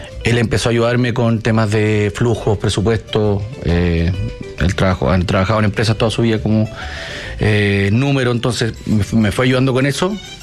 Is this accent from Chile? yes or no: yes; Chile; born there; Nací en Chile, sí.